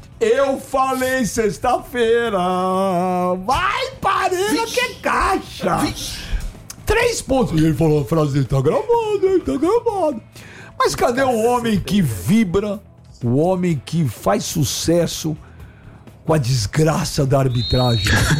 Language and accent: Portuguese; São Paulo, Brazil; born there; Eu sou brasileiro, nasci no Brasil, eu nasci na cidade de São Paulo.